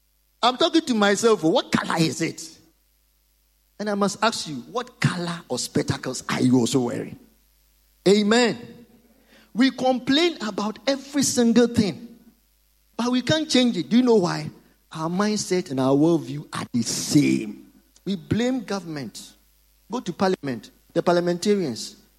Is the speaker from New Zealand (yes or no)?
no; Ghana; I'm a Ghanaian, a proud one.